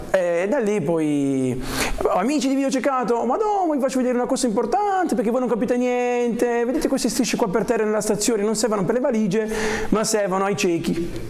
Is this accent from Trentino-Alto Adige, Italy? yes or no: yes; Bolzano, Trentino-Alto Adige, Italy; Sono di Bolzano. No?